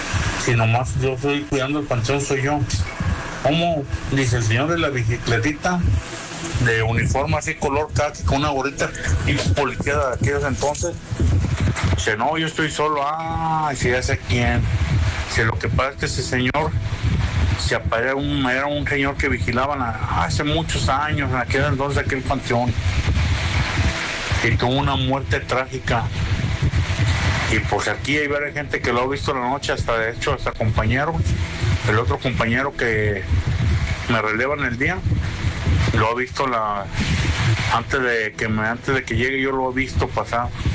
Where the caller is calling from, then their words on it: Guadalajara, Jalisco, Mexico; Desde Guadalajara, Jalisco